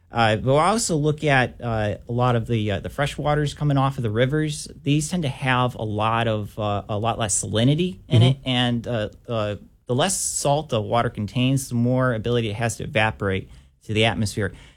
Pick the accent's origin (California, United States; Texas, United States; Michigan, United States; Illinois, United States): Michigan, United States; moved away as an adult; also born or lived in New York; now in Southwest Louisiana, United States; Originally from Michigan, yes.